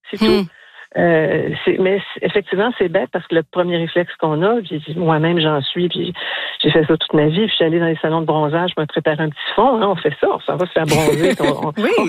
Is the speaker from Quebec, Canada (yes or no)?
yes; Magdalen Islands, Quebec, Canada; Je suis de la Madeleine, puis tout le monde m'accroche et me parle de ça.